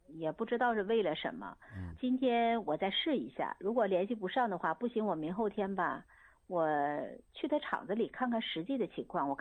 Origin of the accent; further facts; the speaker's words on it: Northeast China, China; born there; 我也是东北出生的，